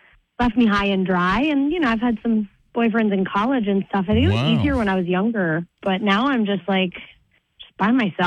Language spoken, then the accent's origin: English; Brooklyn, New York, United States; I'm originally from Brooklyn and whatever.